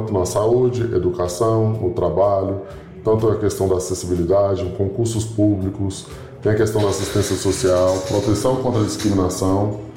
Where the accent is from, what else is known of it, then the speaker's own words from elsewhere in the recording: Brasília, Federal District, Brazil; Fui criado em Ceilândia, Riacho Fundo, Guará.